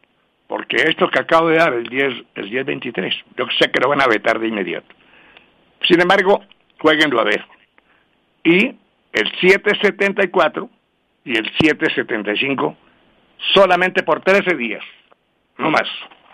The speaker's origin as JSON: {"language": "Spanish", "country": "Colombia", "said": "Entonces el domingo, como buen ciudadano, como buen colombiano, todos les recomiendo dar su votico"}